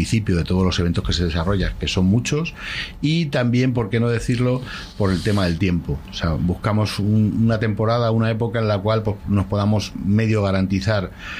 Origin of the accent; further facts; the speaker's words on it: Collado Villalba, Community of Madrid, Spain; Yo soy de Villalba, de hace muchísimos años